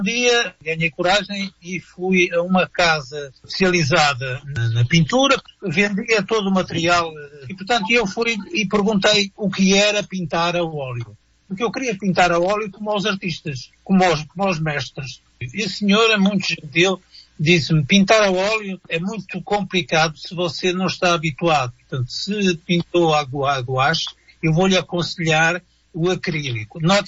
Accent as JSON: {"language": "Portuguese", "town": "Maputo", "region": "Maputo City", "country": "Mozambique", "tie": "born or raised there", "also_born_or_lived": "Portugal / Switzerland", "said": "Moçambique, Lourenço Marques, hoje chama-se Maputo, é também a minha terra, porque foi lá que eu passei a minha infância e a minha adolescência."}